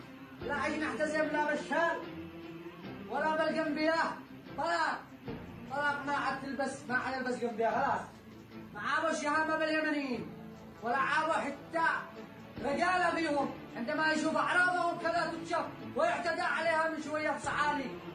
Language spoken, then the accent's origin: Arabic; Yemen; وإحنا أهل اليمن وأهل الكرامة وأهل الغيرة وأهل الشرف